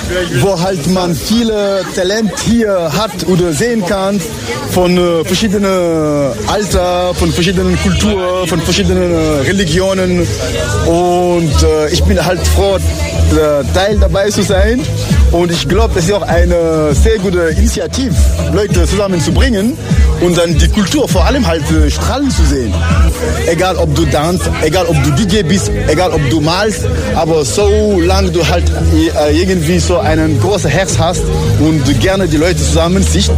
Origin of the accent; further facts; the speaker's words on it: Senegal; also born or lived in Mauritania; now in Vienna, Austria; ich komme ursprünglich aus Mauretanien und aufgewachsen in Senegal und lebe in Europa seit schon lang, ziemlich sehr lang, weil meine Familie lebt noch in Frankreich und ich lebe in Wien seit 2002.